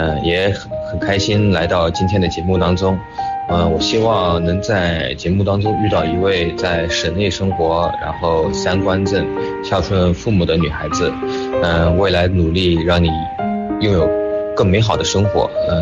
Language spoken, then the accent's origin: Chinese; Huai'an, Jiangsu, China; now in Nanjing, China; 我来自淮安，目前在南京工作和生活。